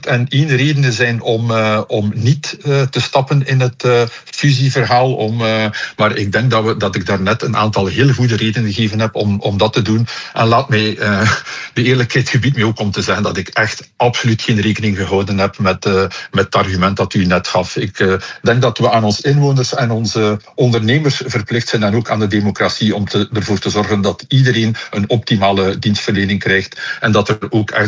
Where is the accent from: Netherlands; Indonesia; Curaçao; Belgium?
Belgium; Flanders; Ik voel mij ook Velzekenaar, maar ik voel me ook Zottegemnaar. Ik voel me Vlaming, ik voel me Belg.